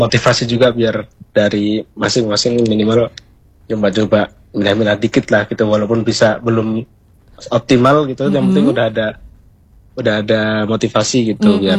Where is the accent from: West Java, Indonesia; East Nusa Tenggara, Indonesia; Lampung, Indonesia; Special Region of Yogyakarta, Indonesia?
Special Region of Yogyakarta, Indonesia; Yogyakarta; Kalau dulu kan saya dari Jogja ya Teh, dari Jogja itu ada